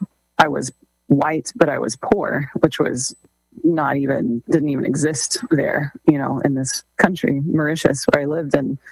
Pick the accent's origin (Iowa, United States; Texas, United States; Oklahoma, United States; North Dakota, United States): Texas, United States; also born or lived in Philadelphia; I'm from Texas, and there's not a lot of black people where I live and where I have lived in Texas before.